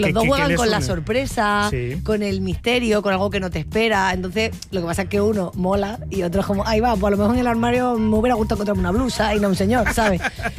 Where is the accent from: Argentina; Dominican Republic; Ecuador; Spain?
Spain; Mérida, Extremadura